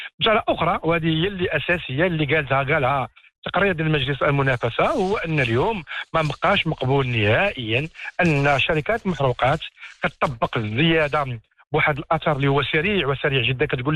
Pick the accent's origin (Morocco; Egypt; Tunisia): Morocco; عندنا في المغرب